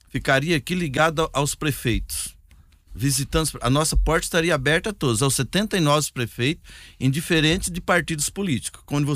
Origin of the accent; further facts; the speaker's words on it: Dourados, Mato Grosso do Sul, Brazil; born there; nascido em Dourados, sou sul-mato-grossense